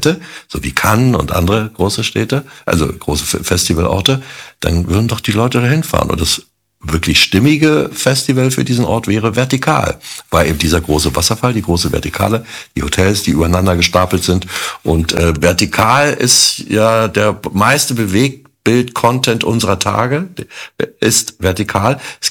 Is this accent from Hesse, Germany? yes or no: no; Berlin, Germany; Weil ich eben halt ja auch als Berliner gesehen habe, dass nach dem Mauerfall, wo die ganzen Ruinen da rumstanden